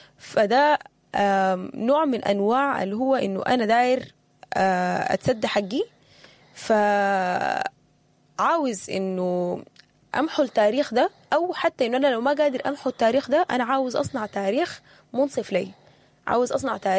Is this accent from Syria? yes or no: no; Sudan; حاليا بنمر بها في بلدنا السودان